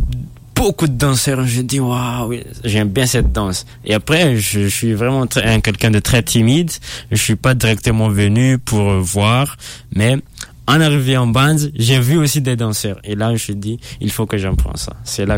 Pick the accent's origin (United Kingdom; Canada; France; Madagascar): Madagascar; Diana; French is a second language; En fait, je viens du nord de Madagascar, oui.